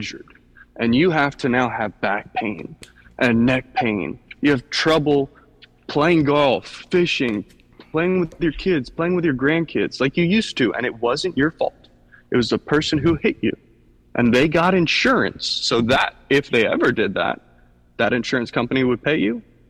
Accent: Stuart, Florida, United States; I grew up here in Stuart, Florida, Palm City, Florida, Martin County.

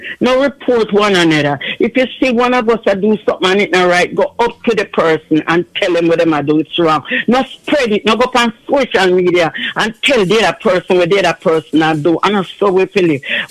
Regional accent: Jamaica; We as Jamaican, we have to learn to live good with our one another.

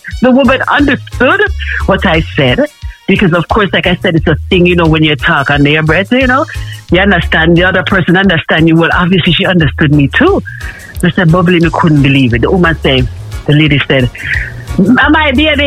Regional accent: New York City, New York, United States; born there; I was born in Kings County Hospital, Brooklyn, New York.

